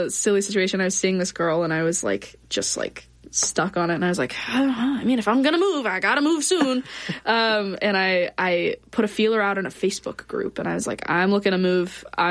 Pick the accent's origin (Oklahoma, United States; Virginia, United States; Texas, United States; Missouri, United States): Missouri, United States; St. Louis; now in Nashville, United States; Like, I grew up in St. Louis